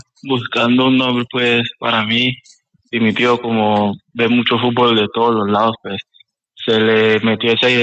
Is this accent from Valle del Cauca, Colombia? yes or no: no; Apartadó, Antioquia, Colombia; Yo soy de Apartado, Antioquia.